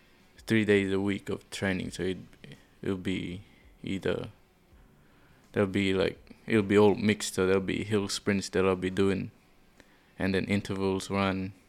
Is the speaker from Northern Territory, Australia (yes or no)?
yes; Darwin, Northern Territory, Australia; We're the ones from Darwin, and then we meet the other squad down there.